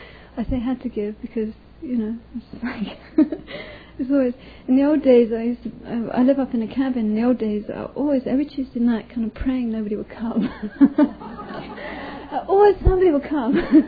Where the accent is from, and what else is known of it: England, United Kingdom; born or raised there